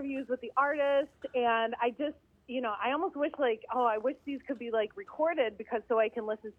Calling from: Miami, Florida, United States

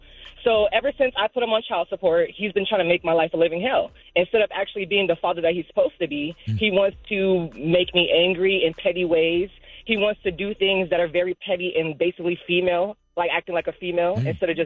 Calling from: Los Angeles, California, United States; I'm calling from Los Angeles, Eastside.

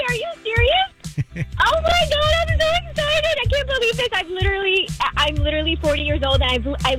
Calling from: New York City, New York, United States; I'm from the Bronx.

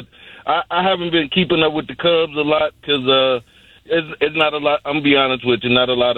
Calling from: Lubbock, Texas, United States; I'm calling from the great Lubbock, brother.

